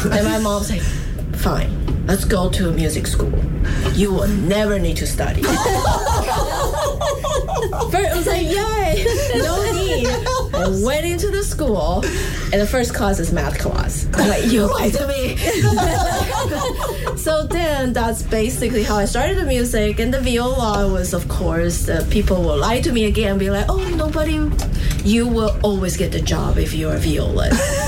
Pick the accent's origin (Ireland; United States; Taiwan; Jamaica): Taiwan; moved away; All right, so, well, I'm from Taiwan